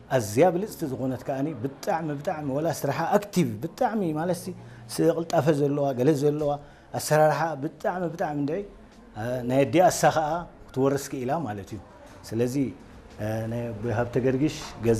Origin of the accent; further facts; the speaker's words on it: Asmara, Maekel, Eritrea; ኣብ ኣክርያ ተወሊደ ዓብየ